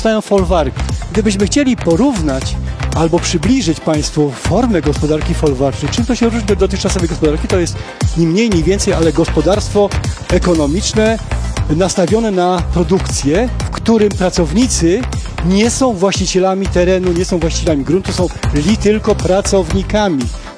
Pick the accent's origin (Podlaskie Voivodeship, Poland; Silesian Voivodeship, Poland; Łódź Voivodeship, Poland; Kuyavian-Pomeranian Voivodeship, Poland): Silesian Voivodeship, Poland; Zabłocie; u nas na Zabłociu placami, bo tak też do dzisiaj się to nazywa.